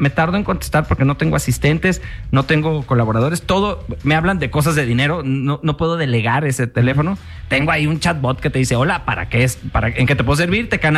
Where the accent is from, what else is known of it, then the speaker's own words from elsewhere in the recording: Mexico; Tenemos rasgos de sudafricanos que luego les platico en la familia, pero sí somos mexicanos.